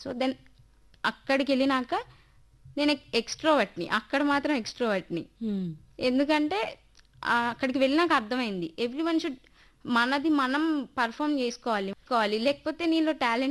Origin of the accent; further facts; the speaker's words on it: Vijayawada, Andhra Pradesh, India; నాకు చిన్నప్పటి నుంచి విజయవాడలో పెరిగినా కానీ అది తెలియదు